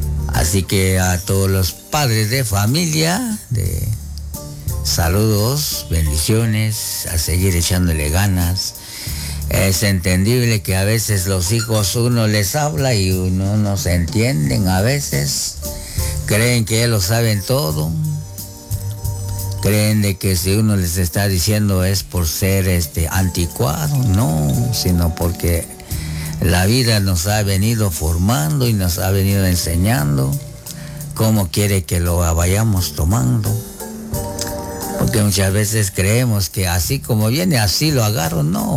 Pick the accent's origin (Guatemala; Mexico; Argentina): Guatemala; para que no nos olvidemos de que somos guatemalteco al 100. Guatemalteco de corazón, donde quiera que vayamos